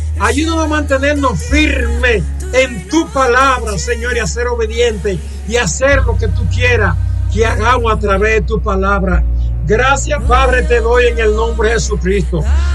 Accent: Dominican Republic; now in United States; Soy dominicano. Estamos aquí en Estados Unidos

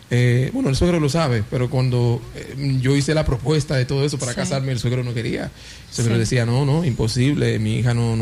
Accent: Haiti; Spanish is a second language; Yo soy, o sea, de Haití, ¿entiendes?

